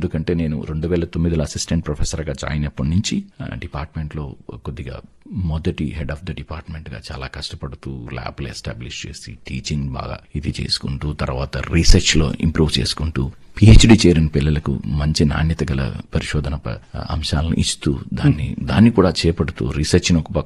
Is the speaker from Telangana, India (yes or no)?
no; Tirupati, Andhra Pradesh, India; moved away as an adult; now in Kadapa, India; నేను మా విద్యాభ్యాసం మొత్తం చాలా వరకు నాకు తిరుపతిలో జరిగింది. ఎంఎస్సీ పిహెచ్డి అంతా కూడా తిరుపతి ఎస్ యూనివర్సిటీలో కంప్లీట్ చేశాను.